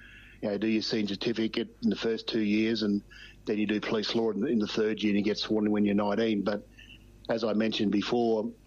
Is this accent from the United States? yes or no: no; Queensland, Australia; I guess, pleased that, you know, I'm Australian South Sea Islander.